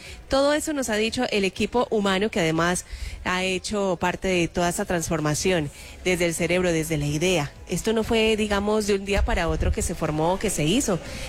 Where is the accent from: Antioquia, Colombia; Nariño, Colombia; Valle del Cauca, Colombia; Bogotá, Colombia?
Antioquia, Colombia; si hay algo que nos identifica como paisas y como colombianos, es que nos apoyamos unos a otros.